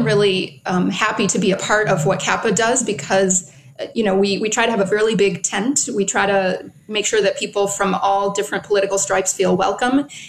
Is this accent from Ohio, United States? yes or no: yes; Toledo, Ohio, United States; now in Chicago, United States; I grew up in Ohio, in Toledo, Ohio, actually, but I've been here in Chicago for 25 years, so it feels like home now.